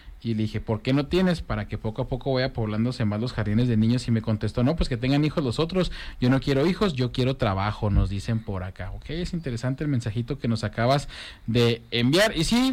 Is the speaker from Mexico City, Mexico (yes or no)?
yes; Mexico City, Mexico